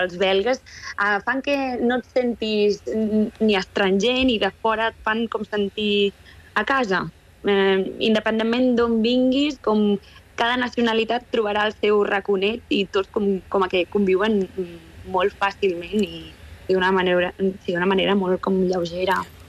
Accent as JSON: {"language": "Catalan", "region": "Catalonia", "country": "Spain", "lives_now": "Brussels, Belgium", "said": "És veritat que Brussel·les i el temps és... costa com a catalana. Trobes molt a faltar el Mediterrani"}